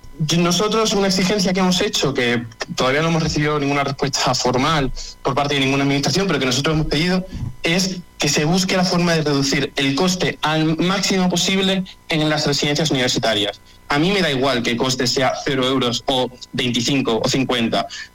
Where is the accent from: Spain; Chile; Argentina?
Spain; Mérida, Extremadura; Yo no quiero irme fuera, yo soy de Mérida y soy un emeritense muy orgulloso.